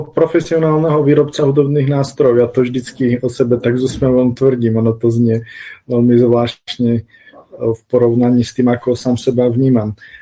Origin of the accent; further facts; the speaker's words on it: Martin, Žilina Region, Slovakia; Takže som nabehol do Slovenskej národnej knižnice v Martine, pretože ja som z Martina.